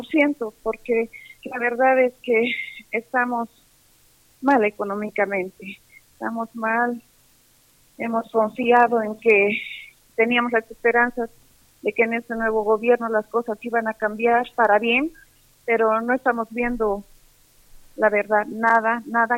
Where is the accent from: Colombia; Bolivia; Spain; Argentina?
Bolivia